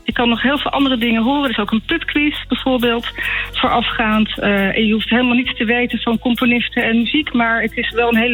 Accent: Utrecht, Netherlands; Ik kom zelf uit Utrecht

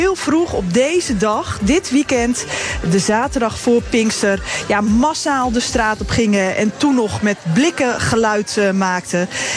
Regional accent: North Holland, Netherlands; Want ik kom uit West-Friesland.

